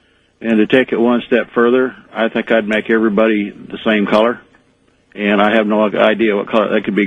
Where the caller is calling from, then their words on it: Alto, Texas, United States; from Alto, Texas.